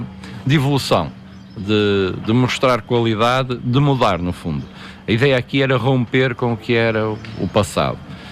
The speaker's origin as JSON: {"language": "Portuguese", "town": "Marco de Canaveses", "region": "Norte", "country": "Portugal", "tie": "born or raised there", "moved": "as an adult", "lives_now": "Amarante, Portugal", "said": "Eu sou natural do Mar Canaveses, um concelho vizinho, mas, por ironia do destino, vim parar a Amarante, Agatão, em específico"}